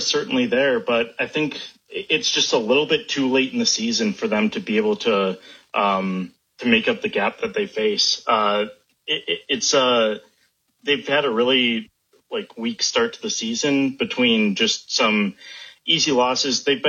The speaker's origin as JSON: {"language": "English", "town": "Chicago", "region": "Illinois", "country": "United States", "said": "As a Chicagoan"}